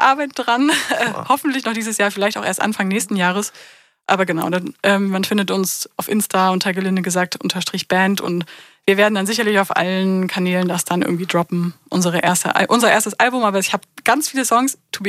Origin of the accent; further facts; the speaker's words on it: Thuringia, Germany; Und weil ich ja, das ist ja meine Heimatregion, also Thüringen, da spiele ich auch gerne mal.